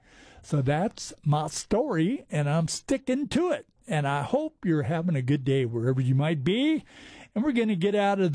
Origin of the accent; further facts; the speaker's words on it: California, United States; hey, man, I'm from Southern California.